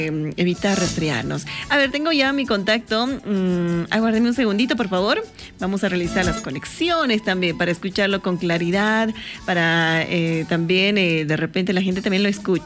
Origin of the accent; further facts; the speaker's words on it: Bolivia; Como bolivianos, el poder también contribuir al desarrollo de nuestro país.